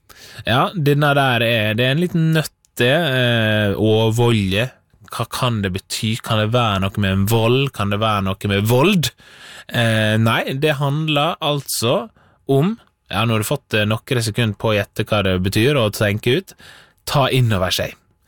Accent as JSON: {"language": "Norwegian", "region": "Møre og Romsdal", "country": "Norway", "said": "jeg er hjemme på Sunnmøre"}